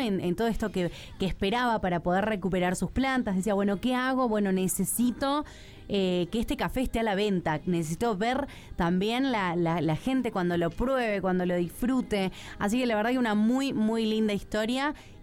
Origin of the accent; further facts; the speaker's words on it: Jujuy, Argentina; este café nos representa no solamente como argentinos, sino como jujeños